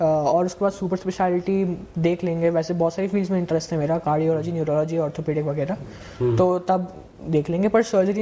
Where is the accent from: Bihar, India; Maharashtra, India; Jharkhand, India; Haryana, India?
Haryana, India; Faridabad; मैं फरीदाबाद का रहने वाला हूँ